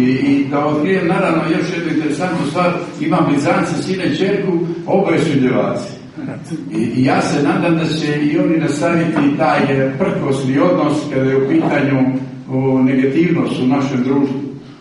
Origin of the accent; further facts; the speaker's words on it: Podgorica, Montenegro; also born or lived in Berane; ja sam bukvalno porastao u Podgorici, a rođen sam u Beranima